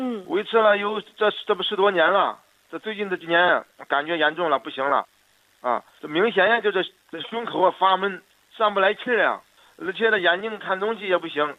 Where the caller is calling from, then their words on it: Henan, China; 我是河南的。